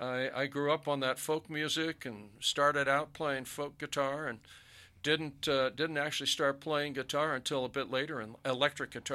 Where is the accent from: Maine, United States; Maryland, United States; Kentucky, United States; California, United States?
California, United States; Ventura County; moved away as an adult; also born or lived in San Diego / Truckee; now in Reno, United States; I grew up in Ventura County, but went to graduate school in San Diego, and I lived in Truckee for 43 years.